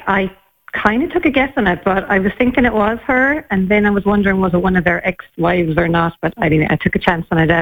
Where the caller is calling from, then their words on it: Tipperary, Munster, Ireland; I'm in Tipperary, a very wet Tipperary.